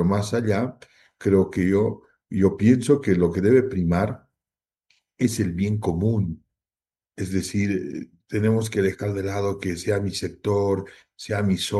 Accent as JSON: {"language": "Spanish", "country": "Bolivia", "said": "si no nos unimos como bolivianos"}